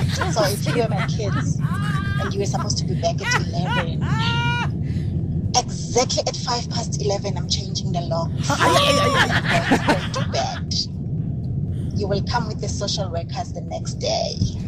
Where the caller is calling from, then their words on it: Durban, KwaZulu-Natal, South Africa; from Durban.